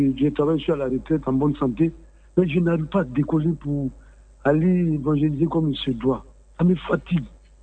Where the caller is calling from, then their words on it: Abidjan, Côte d’Ivoire; je vous appelle d'Abobo.